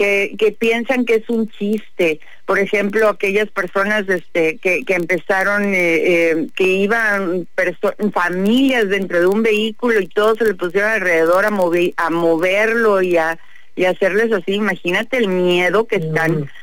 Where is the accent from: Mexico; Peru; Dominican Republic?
Mexico; mi equipo de mi casa, de donde yo vivo, de donde yo soy, de donde yo pertenezco.